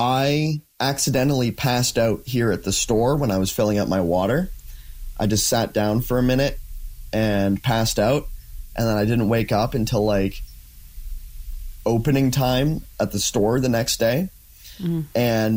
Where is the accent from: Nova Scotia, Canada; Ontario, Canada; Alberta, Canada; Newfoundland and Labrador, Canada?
Alberta, Canada; Colehurst; So I grew up in Colehurst, Alberta.